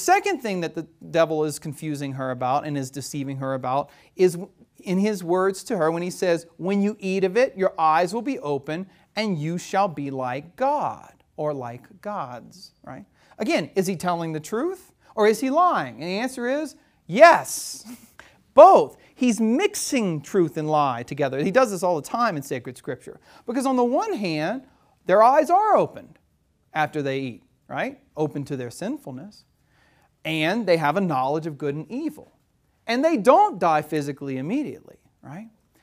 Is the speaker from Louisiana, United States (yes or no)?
yes; Louisiana, United States; born or raised there